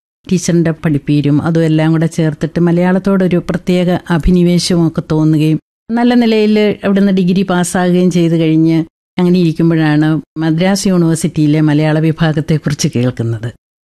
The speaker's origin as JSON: {"language": "Malayalam", "town": "Elamkulam", "region": "Kerala", "country": "India", "tie": "born or raised there", "said": "എന്റെ സ്വദേശം കാഞ്ഞിരപ്പള്ളിക്കും പാലായ്ക്കും ഇടയ്ക്കുള്ള ഇളങ്കുളം എന്ന് പറഞ്ഞ സ്ഥലമാണ്."}